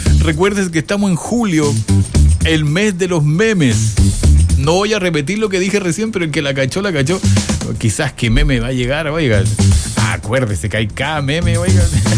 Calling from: Calama, Antofagasta, Chile; de Calama.

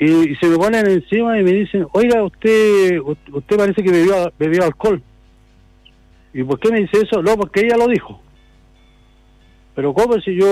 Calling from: Antofagasta, Chile; yo soy de Antofa, pero ahora vivo en Santiago momentáneamente

